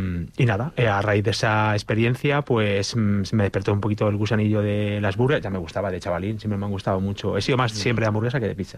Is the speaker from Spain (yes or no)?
yes; Malpica de Bergantiños, Galicia, Spain; moved away as an adult; also born or lived in Madrid; me vine de Madrid, viví en Madrid, me vine de Madrid para Malpica, para mi pueblo